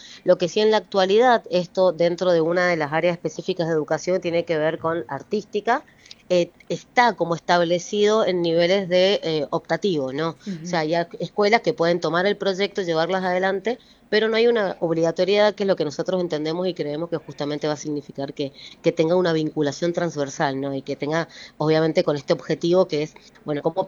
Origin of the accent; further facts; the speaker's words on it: Mendoza, Argentina; nosotros como mendocinos incentivando este proyecto.